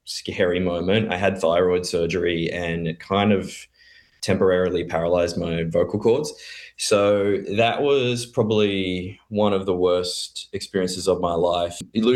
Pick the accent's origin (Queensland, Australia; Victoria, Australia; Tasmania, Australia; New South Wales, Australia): Queensland, Australia; Gold Coast; growing up on Gold Coast and being someone like me